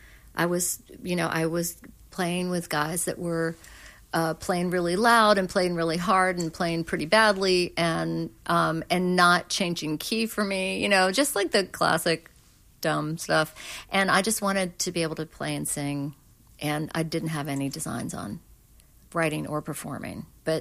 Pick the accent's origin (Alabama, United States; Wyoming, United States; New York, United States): Alabama, United States; Birmingham; born there; also born or lived in Minnesota; I went to 6 elementary school, so I didn't grow up in North Carolina. I was born in Birmingham, Alabama.